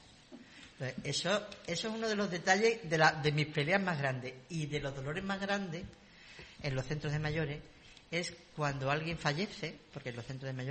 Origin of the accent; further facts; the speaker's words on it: Cádiz, Andalusia, Spain; born there; En Cádiz capital. En el barrio Santa María.